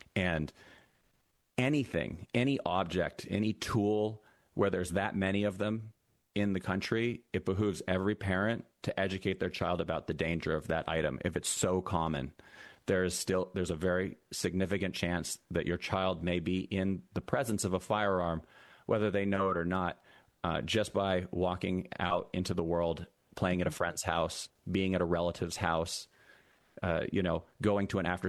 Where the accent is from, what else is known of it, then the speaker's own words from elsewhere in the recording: Massachusetts, United States; I come from Massachusetts myself. I was raised in Massachusetts.